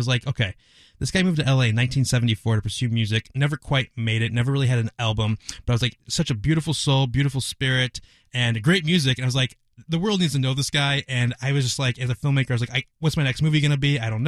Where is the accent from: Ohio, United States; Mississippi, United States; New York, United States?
Ohio, United States; I grew up making movies in Ohio, went to grad school at AFI